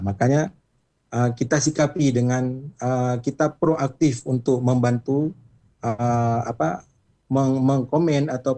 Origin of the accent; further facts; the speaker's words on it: Aceh, Indonesia; kita orang Aceh